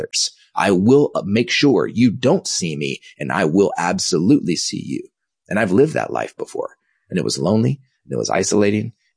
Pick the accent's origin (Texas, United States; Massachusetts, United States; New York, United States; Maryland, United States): Texas, United States; Dallas; also born or lived in Kansas